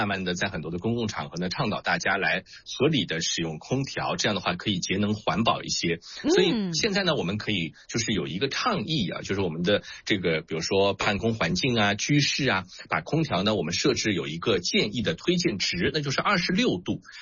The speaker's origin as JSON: {"language": "Chinese", "region": "Shanghai", "country": "China", "said": "我们上海话会这么来说啊"}